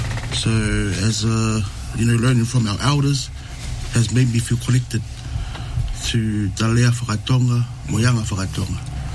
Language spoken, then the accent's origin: English; New Zealand; As for me, growing up in New Zealand, we are surrounded with so many different cultures and influences, and which is great.